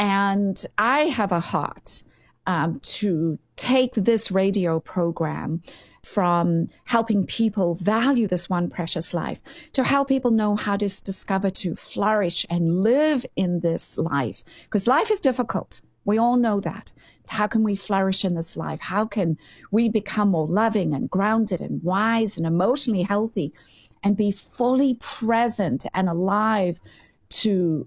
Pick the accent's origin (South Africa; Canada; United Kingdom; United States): South Africa; born or raised there